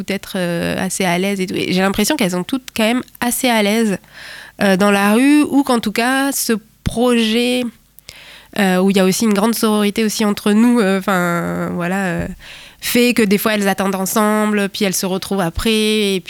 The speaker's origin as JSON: {"language": "French", "town": "Toulouse", "region": "Occitanie", "country": "France", "tie": "born or raised there", "moved": "yes", "lives_now": "Rennes, France", "said": "moi je suis toulousaine et je viens du Mirail, un quartier populaire, j'ai grandi toute mon enfance là-bas. De deux, dans ma vie personnelle, je déménage à Maurepas, il se trouve, dans 15 jours."}